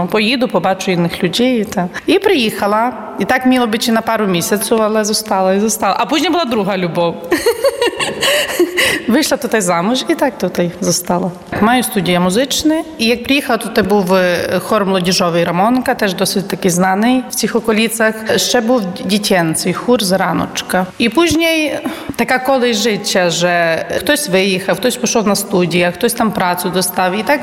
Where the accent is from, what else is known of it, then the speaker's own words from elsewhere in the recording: Rivne, Rivne Oblast, Ukraine; moved away as an adult; now in Łosinka, Poland; Я сама походжу родом з України, з міста Рувне. Ну і вже тут зараз осінню буде 18 літ, як живу в Лосінці.